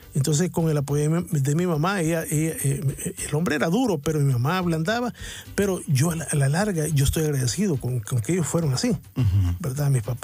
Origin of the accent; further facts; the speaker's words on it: San Miguel, El Salvador; moved away as an adult; now in San Salvador, El Salvador; cuando yo vine de San Miguel a San Salvador a estudiar